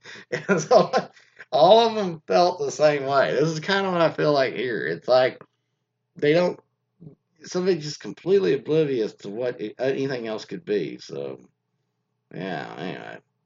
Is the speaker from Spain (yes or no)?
yes; Spain; And I said, like, from España, like in Spain.